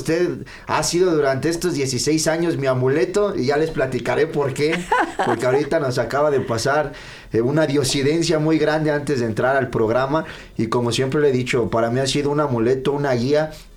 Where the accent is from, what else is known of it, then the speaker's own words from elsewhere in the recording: Concepción de Buenos Aires, Jalisco, Mexico; moved away; yo soy originario de Concepción de Buenos Aires, Jalisco.